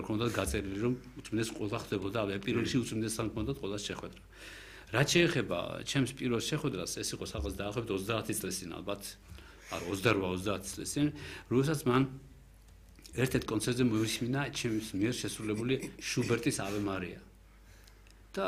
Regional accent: Tbilisi, Georgia; მე დავიბადე, გავიზარდე მეიდანში, მეიდნელი ვარ მე და უბრალოდ იმ ძველ თბილისში, სადაც იმ 100 მეტრის რადიუსში, სადაც მე ცხოვრობდი

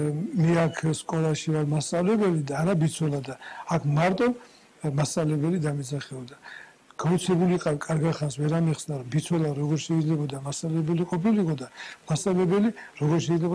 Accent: Ozurgeti district, Guria, Georgia; moved away; შევედი გურიანთის სკოლაში, ის მაშინ 8 წლიანი იყო, ეგარი ოზურგეთის რაიონში

